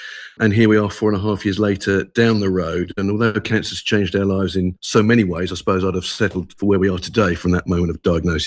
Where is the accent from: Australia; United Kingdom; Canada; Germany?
United Kingdom; Croydon, London; moved away as an adult; also born or lived in Islington / Putney / Wimbledon; now in Epsom, United Kingdom; Well, I was born in Islington. I was adopted at 6 weeks of age by mum and dad, as they obviously became. And I was raised in Croydon, Shirley in Croydon, actually, in a very lovely house.